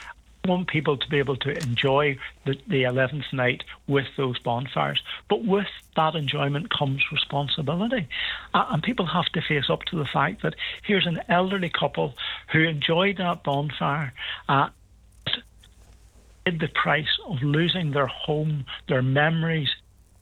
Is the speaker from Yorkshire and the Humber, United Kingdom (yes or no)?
no; Carrickfergus, Northern Ireland, United Kingdom; I'm from Carrickfergus. I've been the mayor of Carrickfergus, and I know the history of our town.